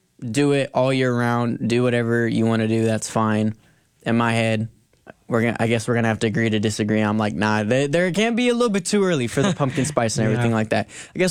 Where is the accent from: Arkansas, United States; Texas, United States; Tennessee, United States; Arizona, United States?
Arizona, United States; I'm from Southern Arizona